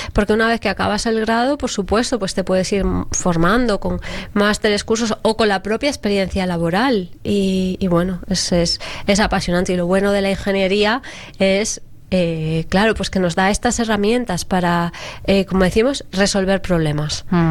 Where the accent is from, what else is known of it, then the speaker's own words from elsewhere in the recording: Galicia, Spain; moved away; porque soy gallega